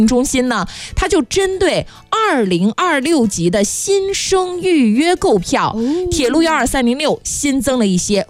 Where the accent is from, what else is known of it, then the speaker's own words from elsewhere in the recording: Shandong, China; now in Fujian, China; 哎，当时就是我是从山东来到咱们福建，然后当时的这个动车它还不是说我可能、